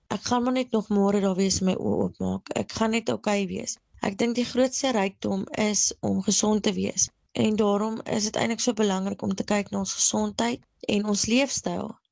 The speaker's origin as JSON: {"language": "Afrikaans", "town": "Springbok", "region": "Northern Cape", "country": "South Africa", "tie": "born or raised there", "said": "Ek het maar in Springbok groot geword."}